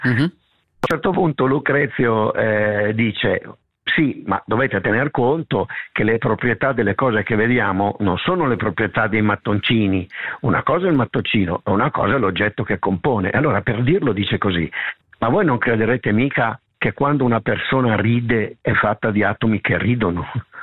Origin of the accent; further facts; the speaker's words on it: Lombardy, Italy; accent: Lombard dialect; nel mio dialetto, che è un dialetto lombardo